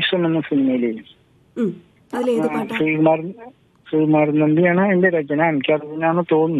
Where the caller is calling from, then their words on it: Thrissur, Kerala, India; ഞാൻ വിളിക്കുന്നത് തൃശ്ശൂർ നിന്നാണ്, ചിത്തണ്ട എന്ന് സംസാരിക്കുന്നു.